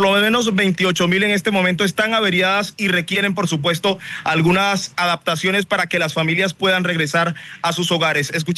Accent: La Guajira, Colombia; now in Bogotá, Colombia; Yo soy de La Guajira, pero creo que ya me volví un poco citadino, porque me está pegando durito el calor.

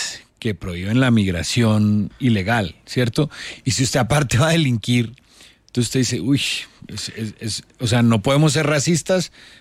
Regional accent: Colombia; yo lo que espero como colombiano

